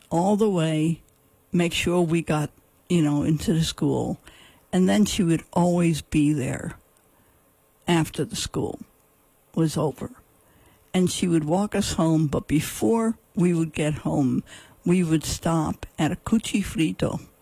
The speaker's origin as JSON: {"language": "English", "town": "New York City", "region": "New York", "country": "United States", "tie": "born there", "said": "I was raised in Spanish Harlem for a while, 125th Street and 1st Avenue, the Wagner projects, housing projects."}